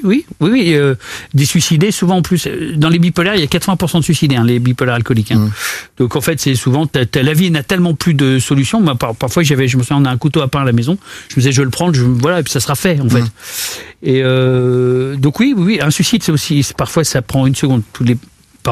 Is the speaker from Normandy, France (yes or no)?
no; Bron, Auvergne-Rhône-Alpes, France; born there; also born or lived in Saint-Étienne; Parce que je suis né à Bron, comme Benzema.